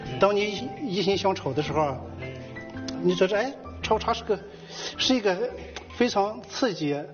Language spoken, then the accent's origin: Chinese; Rizhao, Shandong, China; 我的家乡聚峰寨是山东省唯一的一个国家级的茶叶特产站，非常具有山东茶的代表性。